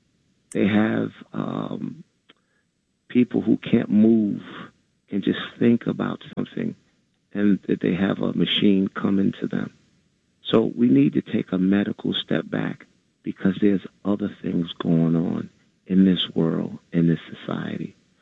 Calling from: New York City, New York, United States; I'm calling from Brooklyn.

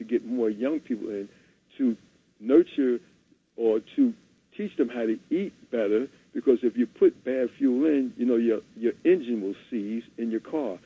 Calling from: Newark, New Jersey, United States; calling out of Newark, New Jersey, the home of Amiri Baraka, my teacher

